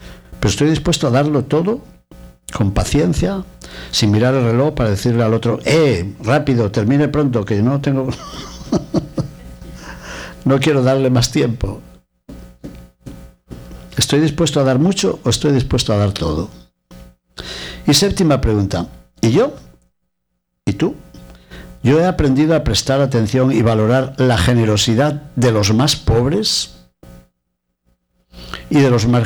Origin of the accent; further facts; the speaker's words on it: Spain; en Toledo, en mi tierra, en España